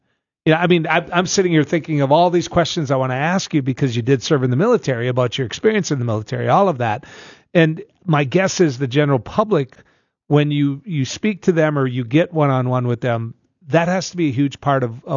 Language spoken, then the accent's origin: English; Texas, United States; I'm not going to vote because I'm from Texas.